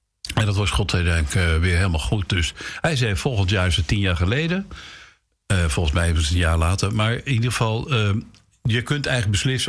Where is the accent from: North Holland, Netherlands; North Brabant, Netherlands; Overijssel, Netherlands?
North Holland, Netherlands; Ik geloof dat ik uit West-Friesland kom en cocaine, wat is dat eigenlijk?